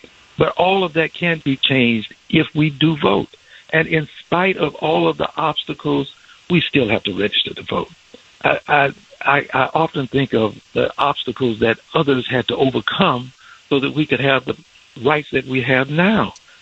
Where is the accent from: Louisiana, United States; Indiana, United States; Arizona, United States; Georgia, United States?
Louisiana, United States; New Orleans; born there; I was born in Charity Hospital in New Orleans, Louisiana. It no longer exists.